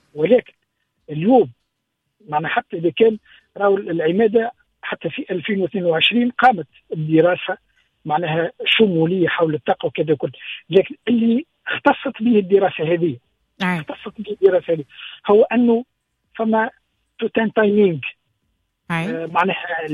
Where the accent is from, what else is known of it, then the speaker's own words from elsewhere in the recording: Tunisia; احنا مدين يدينا احنا ولاد تونس واحنا العقل المدبر في الامور هذه